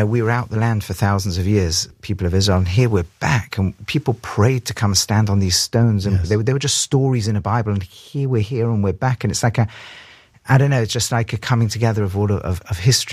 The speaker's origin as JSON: {"language": "English", "region": "England", "country": "United Kingdom", "tie": "born or raised there", "moved": "yes", "lives_now": "Jerusalem", "said": "I grew up in England"}